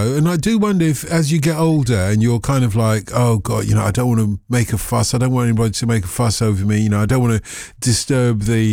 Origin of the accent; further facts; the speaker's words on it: London, United Kingdom; I'd go for Ali Pali. And, you know, that's my ends as well. That's where I grew up.